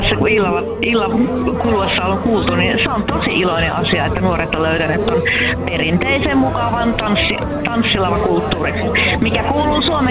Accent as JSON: {"language": "Finnish", "town": "Savonlinna", "region": "South Savo", "country": "Finland", "tie": "born there", "said": "No, mä oon syntynyt tuolla Saimaan rannalla Savonlinnassa"}